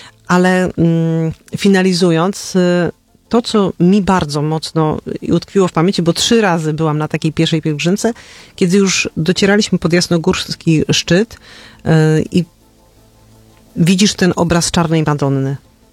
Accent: Częstochowa, Silesian Voivodeship, Poland; Ja tak o te Częstochowe pytam nie bez kozery, bo jestem sama częstochowianką

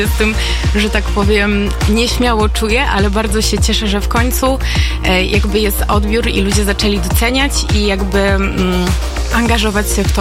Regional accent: Kielce, Świętokrzyskie Voivodeship, Poland; Tak, jestem Kielczanką, urodziłam się w Kielcach i tak naprawdę tutaj Większość swojego życia spędziłam.

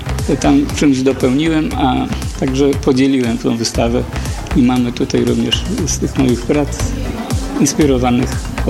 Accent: Lubawa, Warmian-Masurian Voivodeship, Poland; now in Złotowo, Poland; ze Złotowa koło Lubawy, ale mieszkałem w Lubawie, urodzony jestem w Lubawie. Od 18 lat jestem pobudowany w Złotowie

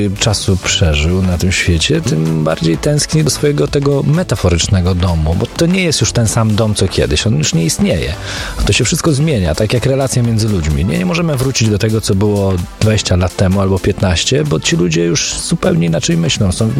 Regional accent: Żyrardów, Masovian Voivodeship, Poland; moved away; Ja na przykład już nie mieszkam w Żyrardowie. To Żyrardów zawsze będzie w moim sercu, no bo tam się człowiek nauczył, tam się człowiek wychował

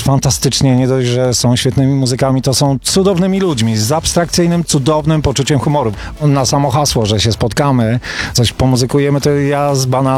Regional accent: Olsztyn, Warmian-Masurian Voivodeship, Poland; also born or lived in Nidzica; Pochodzę w ogóle z Mazur, to znaczy z Warmii, z Nidzicy, to jest miejscowość pod Olsztynem, ale młodzieńcze lata nastoletnie spędziłem w Olsztynie

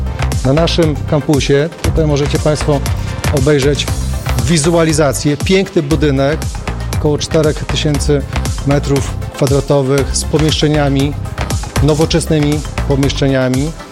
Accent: Podlaskie Voivodeship, Poland; U nas na Podlasiu

